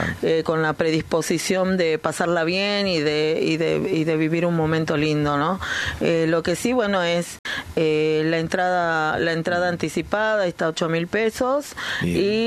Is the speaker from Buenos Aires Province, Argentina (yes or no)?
no; Jujuy, Argentina; Soy jujeña, si me hablas